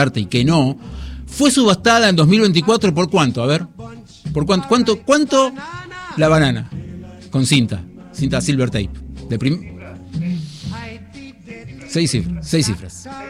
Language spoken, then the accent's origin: Spanish; France; Spanish is a second language; Porque yo soy francés, pero del interior. Yo cuando voy a París enseguida se dan cuenta que no soy de ahí.